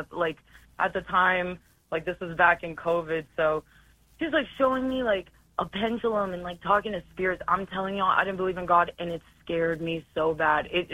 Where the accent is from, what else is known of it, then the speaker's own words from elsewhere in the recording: Israel; English is a second language; Because I'm Jewish and I'm like from Israel and I was raised Jewish